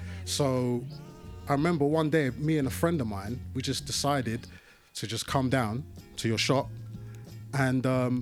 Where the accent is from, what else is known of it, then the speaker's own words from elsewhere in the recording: London, United Kingdom; I grew up in Northwest London.